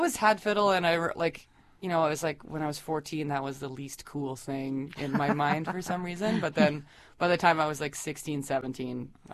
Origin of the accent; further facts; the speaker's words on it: Whitehorse, Yukon, Canada; I grew up here in Whitehorse